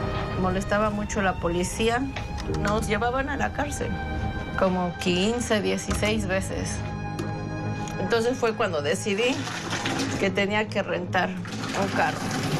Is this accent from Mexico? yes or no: yes; Tlaxcala, Mexico; moved away as an adult; now in Queens, United States; soy del estado de Tlaxcala. Y yo vine a Queens en el 2000.